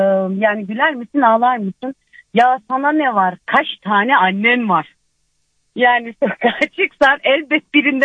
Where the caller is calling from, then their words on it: Beypazarı, Ankara, Turkey; Ben Ankara Beypazarı'nda oturuyorum.